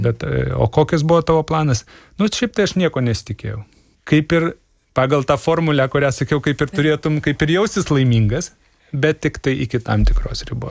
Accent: Alytus, Dzūkija, Lithuania; accent: Alytus accent; Aš esu gimęs ir užaugęs Dzūkijoje. Aš negaliu savęs vadinti dzūku, nes mano nei tėvai, nei seneliai nėra dzūkai, tai aš neturiu tos kultūrinės Dzūkijos pusės, bet aš turiu tą geografinę Dzūkijos dalį

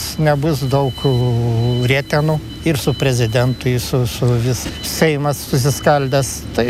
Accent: Samogitia, Lithuania; Anksčiau aš žemaitis, vo, nors žemaitišką ne visą gerą moku, bet retkarčias išeina.

